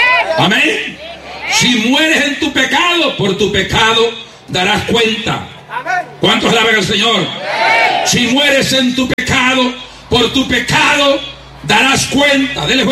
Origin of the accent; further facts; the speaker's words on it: Honduras; born there; moved away; soy nacido en Honduras. Aquí tiene un catracho de nacimiento. Y no le digo que dejé el ombligo en Amasigo y Choluteca, porque es el bando aquí. Pero la tripa se allá quedó.